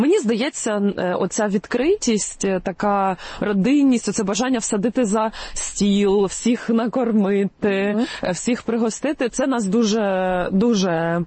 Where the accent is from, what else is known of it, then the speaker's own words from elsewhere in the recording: Donetsk Oblast, Ukraine; born there; moved away; also born or lived in Crimea; бо Донеччина – це місце народження моєї мами, бо мій батько з Бессарабщини, з Південно-Західної Одещини. І частину дитинства я провела в Криму.